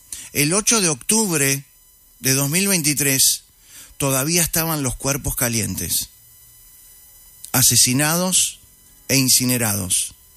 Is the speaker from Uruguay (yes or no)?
yes; Uruguay; Somos uruguayos.